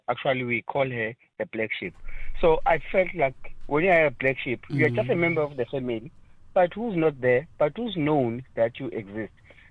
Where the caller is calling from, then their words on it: KwaZulu-Natal, South Africa; I'm from Gwanongoma.